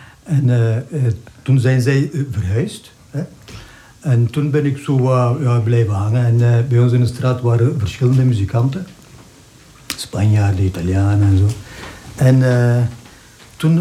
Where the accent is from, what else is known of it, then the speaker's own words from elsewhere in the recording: Turkey; Dutch is a second language; Op school niet, maar wel immigranten van vroeger. Freddy is een Pool en ik ben Turk.